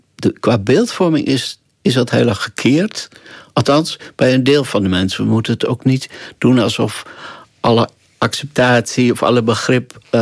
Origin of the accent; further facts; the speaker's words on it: Netherlands; now in Belgium; In Nederland, waar ik vandaan kom, Vergeleken met VS en Engeland bijvoorbeeld en andere landen valt dat alleszins mee.